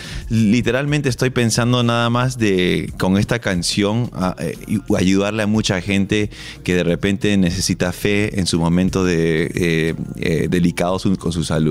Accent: Peru; somos somos una familia peruana normal, de verdad, ¿no? Que empezó desde abajo

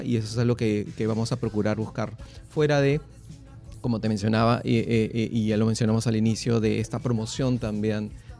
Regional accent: Peru

